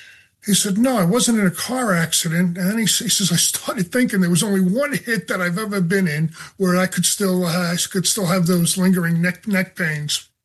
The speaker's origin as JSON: {"language": "English", "region": "New York", "country": "United States", "tie": "born or raised there", "said": "We never thought much about the Eagles growing up in New York. then I, you know, I get down here and I just got sucked into the culture."}